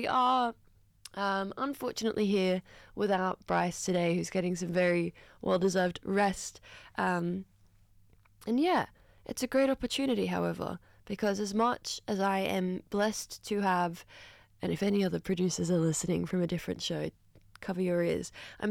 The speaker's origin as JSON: {"language": "English", "town": "Newcastle", "region": "New South Wales", "country": "Australia", "tie": "born or raised there", "lives_now": "Sydney, Australia", "said": "I am not from Sydney. I'm pretty much from Sydney. I'm from Newcastle, which is not too far off. I grew up in Newcastle"}